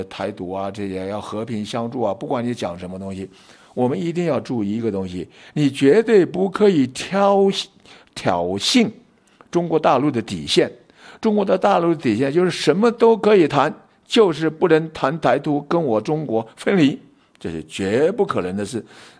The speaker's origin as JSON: {"language": "Chinese", "country": "Taiwan", "said": "我们台湾人民"}